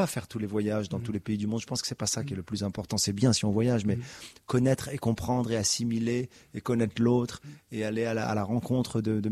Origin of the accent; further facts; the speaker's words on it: Casablanca, Casablanca-Settat, Morocco; born there; Je suis né à Casa et ses passions sont nées à Casa.